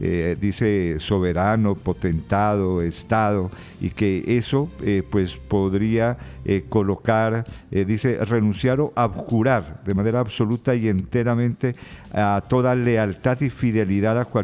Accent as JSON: {"language": "Spanish", "country": "Colombia"}